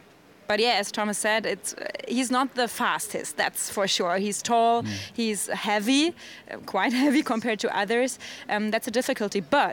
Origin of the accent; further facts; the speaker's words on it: Konstanz, Baden-Württemberg, Germany; Konstanz, at the border to Switzerland.